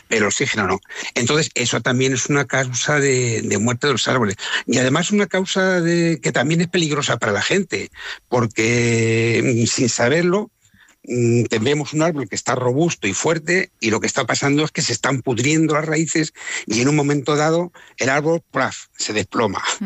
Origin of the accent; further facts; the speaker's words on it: Campo de Criptana, Castilla-La Mancha, Spain; yo me he dedicado exclusivamente a Campo de Cristana, que es mi pueblo